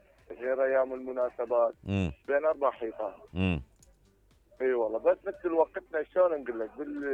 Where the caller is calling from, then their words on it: Sulaymaniyah Governorate, Iraq; احنا متابعينك من سوسه, من السليمانيه.